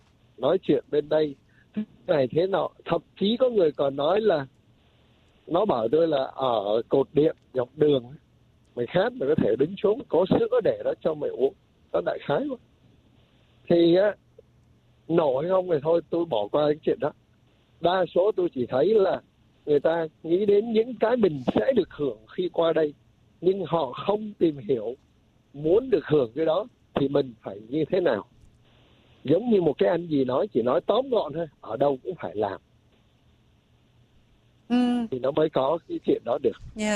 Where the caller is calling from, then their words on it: Garland, Texas, United States; Tôi ở Garland, Dallas đây